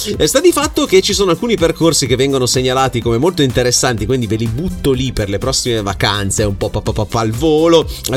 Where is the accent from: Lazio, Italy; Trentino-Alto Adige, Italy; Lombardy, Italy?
Lombardy, Italy; La conosco molto bene quella zona, ci sono cresciuto in quelle zone, cara.